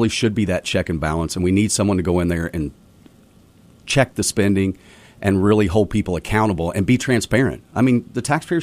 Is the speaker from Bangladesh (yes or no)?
no; Benton, Illinois, United States; I'm from Benton, Illinois.